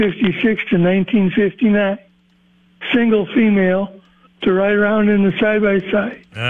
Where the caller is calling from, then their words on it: Mission Hill, South Dakota, United States; from Mission Hill.